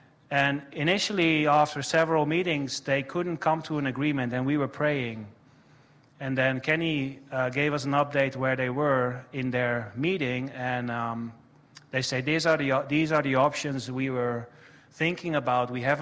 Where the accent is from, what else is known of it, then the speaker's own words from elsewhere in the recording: Netherlands; moved away; I'm from the Netherlands.